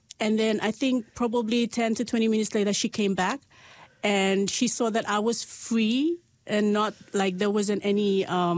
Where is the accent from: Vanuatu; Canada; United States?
Vanuatu; "Are you from Vanuatu?" I'm like, "Yeah, I am," because I was wearing my island dress at that time. "I am from Vanuatu."